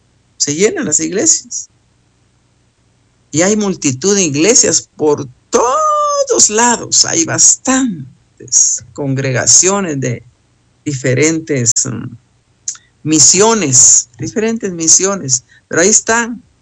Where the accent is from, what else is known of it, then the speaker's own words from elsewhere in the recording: Guatemala; en mi país, Guatemala.